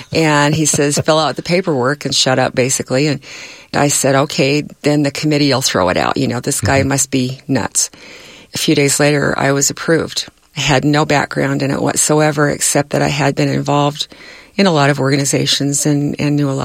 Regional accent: California, United States; born there; I was born in California, and it was rather integrated down there.

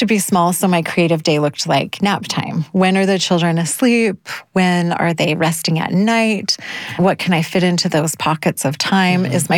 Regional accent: Utah, United States; moved away; also born or lived in upstate New York; So I grew up in Southern Utah, which is very non-hydrated.

